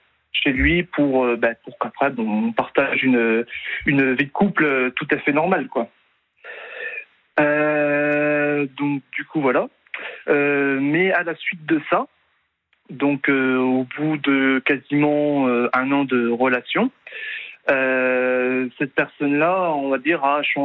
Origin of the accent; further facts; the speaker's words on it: Nancy, Grand Est, France; also born or lived in Ardennes; moi, je suis originaire de Nancy. En Meurthe-et-Moselle, sauf que cette époque-là, moi, j'habitais chez mes parents, qui habitaient dans les Ardennes.